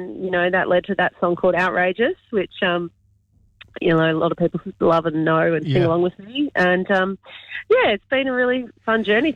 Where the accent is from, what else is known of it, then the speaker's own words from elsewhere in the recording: Mascot, New South Wales, Australia; I grew up in Mascot, right under the flight path, and followed a path to Tamworth back in 2004